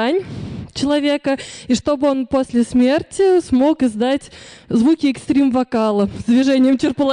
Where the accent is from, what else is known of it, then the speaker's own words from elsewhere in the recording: Saransk, Mordovia, Russia; я родом из Саранска.